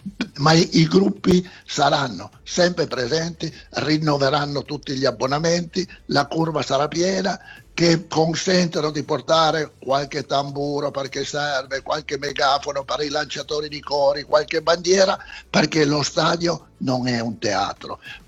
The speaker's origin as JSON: {"language": "Italian", "town": "Turin", "region": "Piedmont", "country": "Italy", "said": "noi siamo di Torino, conosciamo bene questa zona"}